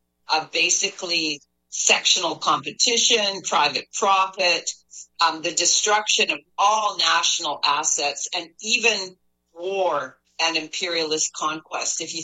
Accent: Canada

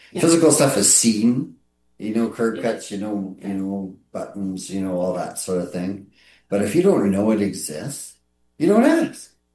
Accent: Alberta, Canada; now in Richmond, Canada; It was a new city because I came from Alberta. I didn't know Richmond that well.

